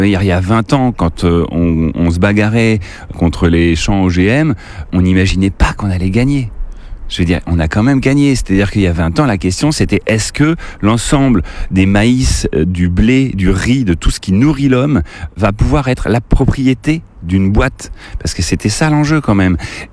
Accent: Chédigny, Centre-Val de Loire, France; Alors moi, j'ai grandi donc à Chédigny.

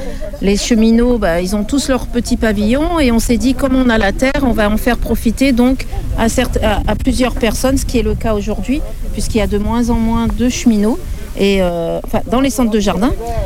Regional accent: Hauts-de-France, France; moved away; je suis originaire du Pas-de-Calais, mais j'ai mon jardin sur Valenton, qui est dans la région parisienne, dans le Val-de-Marne.

